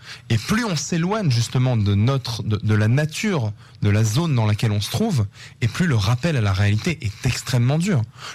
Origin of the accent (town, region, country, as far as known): France; now in Israel